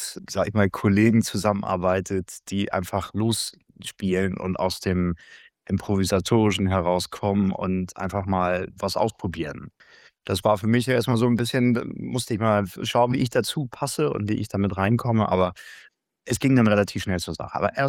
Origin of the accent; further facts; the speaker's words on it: Hamburg, Germany; Also ich komme eh aus Hamburg